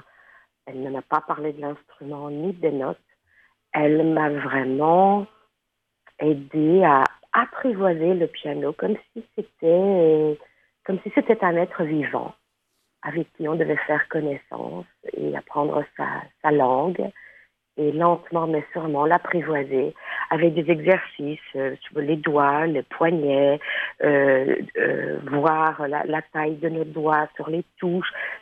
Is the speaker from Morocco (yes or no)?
no; Brussels, Brussels-Capital Region, Belgium; moved away as an adult; Bon, d'abord, moi, je suis bruxelloise. Je suis née et j'ai grandi et j'ai vécu à Bruxelles jusqu'à mes quoi, 23-24.